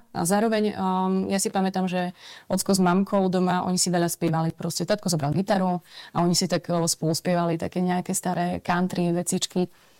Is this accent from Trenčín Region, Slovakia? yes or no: no; Košice, Košice Region, Slovakia; also born or lived in Prešov; Pochádzam z Košíc. A tam stále aj žijem, ale zároveň pracujem v Prešove, čiže Prešov sa dá povedať, že je môjim druhým domovom a stalo sa to počas vysokej školy, lebo ja som študovala v Prešove na vysokej škole. Čiže ja si tu tak vlastne pendlujem medzi Košicami a Prešovou